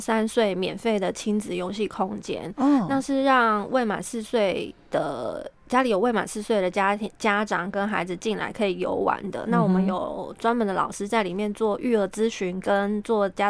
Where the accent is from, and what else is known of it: Hualien, Hualien County, Taiwan; born or raised there; moved away as an adult